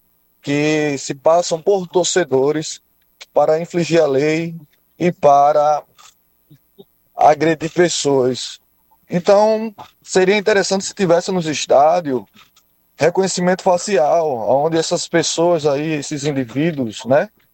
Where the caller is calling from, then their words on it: Barra de São Miguel, Alagoas, Brazil; Sou da Barra de São Miguel e sou professor de jiu-jitsu.